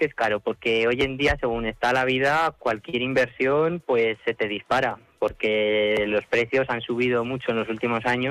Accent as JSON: {"language": "Spanish", "town": "Belinchón", "region": "Castilla-La Mancha", "country": "Spain", "tie": "born or raised there", "also_born_or_lived": "Cuenca", "lives_now": "Albacete, Spain", "said": "Sí, somos de Belinchón, llevamos toda la vida viviendo allí, nacimos allí y queremos seguir viviendo allí."}